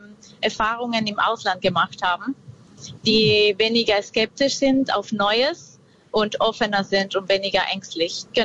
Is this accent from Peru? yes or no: yes; Peru; German is a second language; now in Germany; komme ursprünglich aus Peru. Ich bin im Norden von Peru aufgewachsen und da gab es ja viel Natur